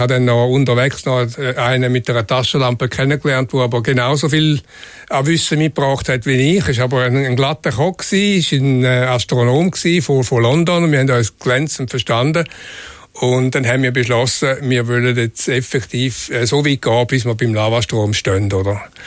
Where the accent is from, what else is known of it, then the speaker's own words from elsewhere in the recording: Switzerland; Aber natürlich an sich als Schweizer ist es nicht gerade naheliegend, das stimmt natürlich auch.